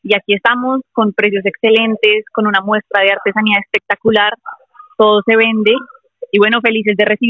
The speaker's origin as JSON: {"language": "Spanish", "region": "Bogotá", "country": "Colombia", "said": "Yo soy de Bogotá"}